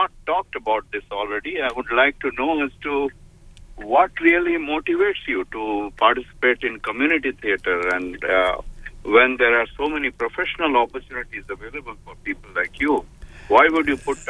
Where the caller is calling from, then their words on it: Edison, New Jersey, United States; And I'm calling you from Edison. I live in Edison.